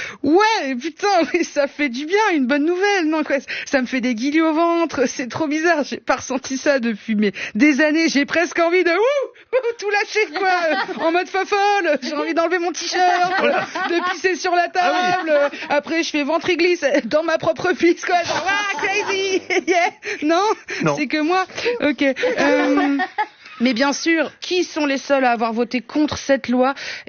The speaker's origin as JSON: {"language": "French", "country": "Italy", "said": "Et ça, personne n'y croit que je suis italienne là."}